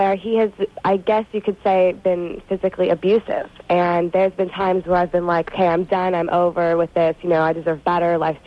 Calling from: San Francisco, California, United States; I'm in San Francisco.

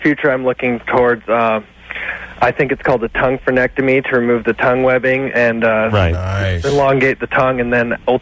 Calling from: Fruitland, Idaho, United States; Fruitland, Idaho. It's a little town.

